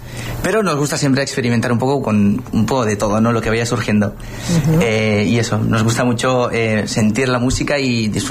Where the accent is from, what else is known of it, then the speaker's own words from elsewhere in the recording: Pamplona, Navarre, Spain; nosotros somos de Iruña, somos los tres de Iruña